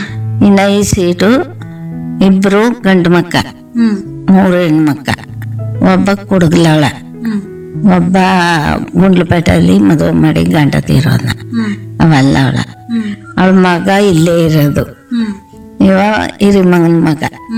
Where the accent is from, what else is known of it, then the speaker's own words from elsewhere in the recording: Karnataka, India; ನಾವು ದೇವಲಾಪುರ ನಾಡಿ.